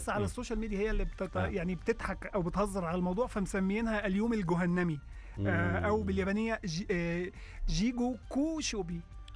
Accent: Egypt; عندنا في مصر

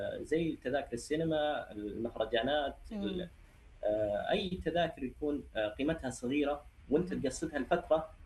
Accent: Saudi Arabia; عندنا في السعودية

